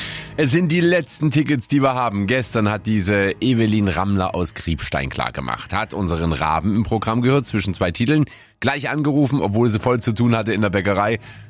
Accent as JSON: {"language": "German", "region": "Saxony", "country": "Germany", "said": "Doch, natürlich bin ich Sachse."}